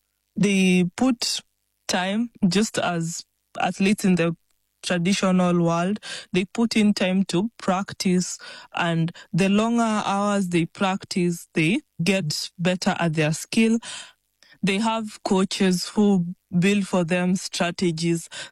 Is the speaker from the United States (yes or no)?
no; Kenya; I come from Kenya